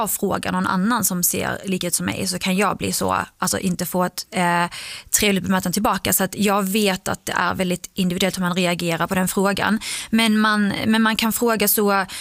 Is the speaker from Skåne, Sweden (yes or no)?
yes; Skåne, Sweden; now in Stockholm, Sweden; i och med att jag är en skåning i Stockholm.